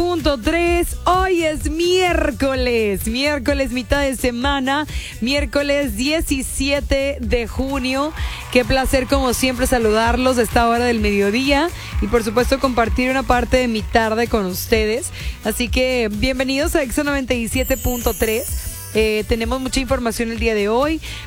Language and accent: Spanish; Monterrey, Nuevo León, Mexico; Han disfrutado tanto Monterrey que a veces me da envidia que ellos siento que lo disfrutan más de lo que lo disfrutamos nosotros, que somos regios, que vivimos aquí.